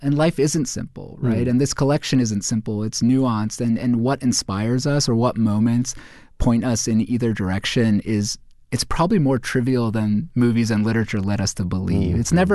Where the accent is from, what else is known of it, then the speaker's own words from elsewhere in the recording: India; You know, of course, as an Indian author, my stories are about Indian folks, or at least this collection is